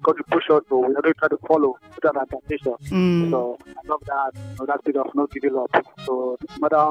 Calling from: Nigeria

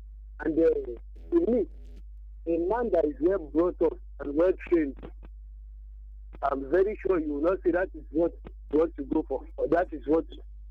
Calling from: Itori, Ogun, Nigeria; I'm calling from Itori.

